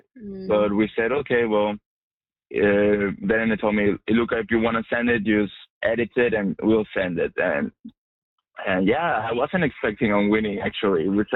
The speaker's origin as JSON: {"language": "English", "country": "Mexico", "tie": "born or raised there", "also_born_or_lived": "Argentina", "said": "I'm not from here, right? Like I was born in Argentina. I grew up in Mexico."}